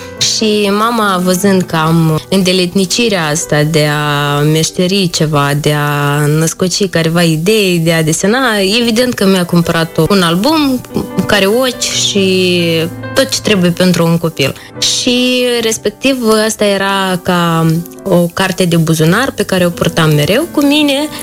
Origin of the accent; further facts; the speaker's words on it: Chișinău, Moldova; born there; also born or lived in Bender, Moldova; Eu m-am născut în orașul Bender, din zona Tighina, dar am plecat de acasă să-mi fac studiile, cred că la 9 ani de zile, în clasa 3-a. Deci începând de la 9 ani de zile, sunt aici la Chișinău, mai aproape de limba română.